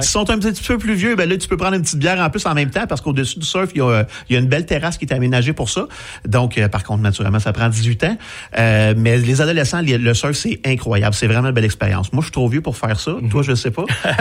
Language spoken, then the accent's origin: French; Saint-Hyacinthe, Quebec, Canada; moved away as an adult; Puis je viens de la région de Saint-Hyacinthe, moi. Fait que je revenais un petit peu par chez moi.